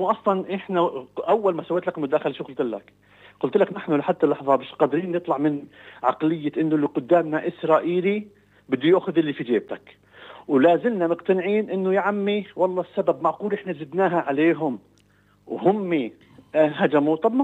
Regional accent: Palestine

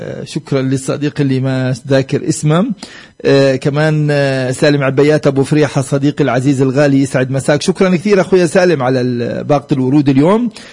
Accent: West Bank, Palestine; عندنا احنا في الضفة الغربية

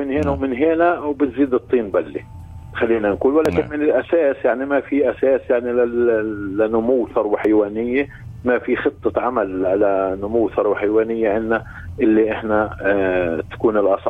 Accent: West Bank, Palestine; عندنا في الضفة

